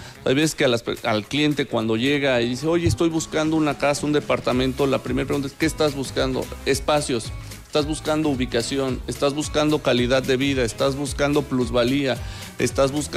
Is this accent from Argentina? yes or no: no; Querétaro, Mexico; soy queretano